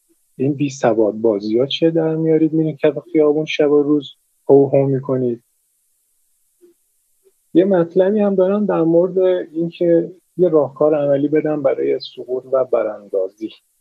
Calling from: Iran; من 38-39 سال 40 ساله دارم وسط این مملکت زندگی میکنم

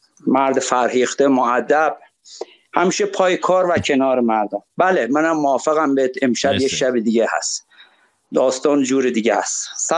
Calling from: Shiraz, Fars, Iran; برم مرد کاکو از شیراز

